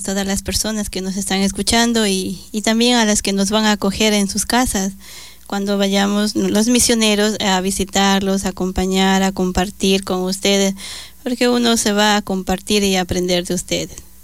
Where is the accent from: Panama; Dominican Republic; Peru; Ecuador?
Ecuador; Es una mujer de aquí de Ecuador, de Baba, de Guayas, y entonces, pues, como ecuatorianos, pues, unirnos en oración.